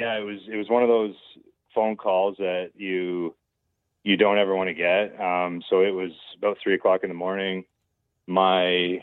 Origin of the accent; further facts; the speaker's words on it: Kearney, Ontario, Canada; So it was a spot that we went to a lot as kids. And then when my brother and I were older and we lived in Dorchester